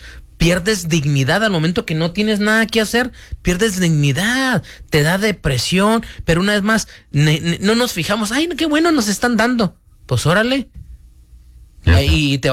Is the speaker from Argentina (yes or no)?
no; Mexico; now in United States; Yo soy mexicano.